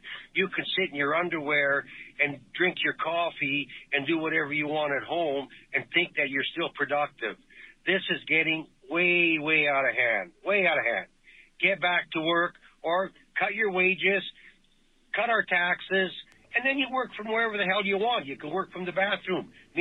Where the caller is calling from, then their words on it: Calgary, Alberta, Canada; I'm from Calgary.